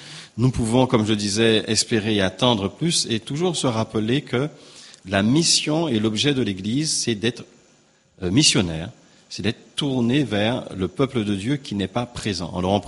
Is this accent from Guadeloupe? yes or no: yes; Guadeloupe; certes, petit pays que nous sommes, petite île que nous sommes de la Guadeloupe